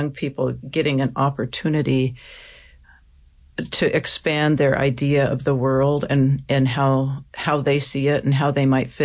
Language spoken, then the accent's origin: English; Flathead Reservation, Montana, United States; I'm a citizen of the Confederated Salish and Kootenai tribes. So born and raised there, grew up there.